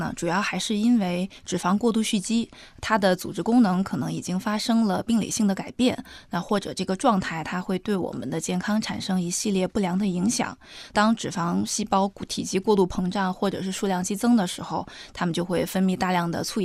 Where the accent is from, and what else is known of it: China